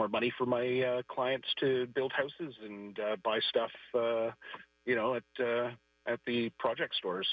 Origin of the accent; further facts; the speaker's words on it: Canada; And as an English-speaking Canadian, even though I have a French name and je parle français